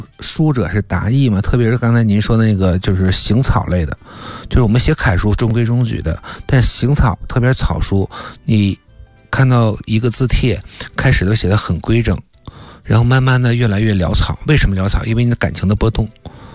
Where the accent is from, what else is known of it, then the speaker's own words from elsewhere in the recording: China; 不是我们仅仅我们是中国人，我们才鼓吹啊或者吹捧